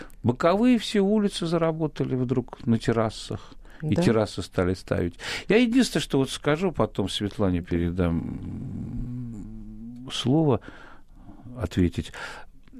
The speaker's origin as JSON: {"language": "Russian", "region": "Saint Petersburg", "country": "Russia", "tie": "born or raised there", "said": "Я вырос на Невском. Для меня Невский — это все."}